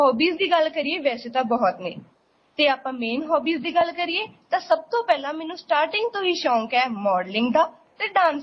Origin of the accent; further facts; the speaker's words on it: Bathinda, Punjab, India; ਮੈਂ ਬਠਿੰਡਾ ਦੀ ਜੰਮਪਲ ਹਾਂ।